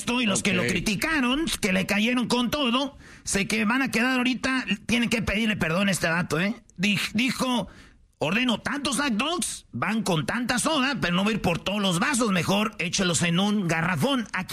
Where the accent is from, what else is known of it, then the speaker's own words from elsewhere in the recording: Jiquilpan, Michoacán, Mexico; a toda la banda de mi pueblo, Jiquilpan, Michoacán